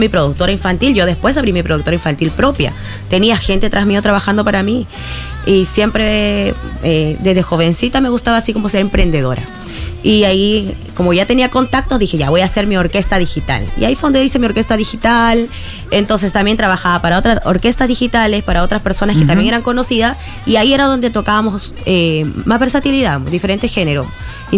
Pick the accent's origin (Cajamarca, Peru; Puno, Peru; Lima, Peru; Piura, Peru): Lima, Peru; yo soy de Lima.